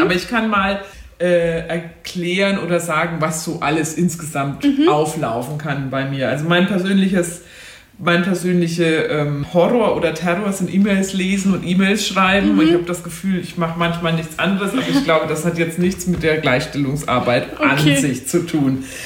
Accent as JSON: {"language": "German", "region": "Bavaria", "country": "Germany", "tie": "born there", "moved": "yes", "said": "Ich komme nicht aus Aschaffenburg selber, das hört man manchmal noch am R ein bisschen. Ich bin in Nürnberg oder in der Nähe von Nürnberg geboren und bin jetzt aber seit 2020 schon in der Gleichstellungsstelle der Stadt Aschaffenburg"}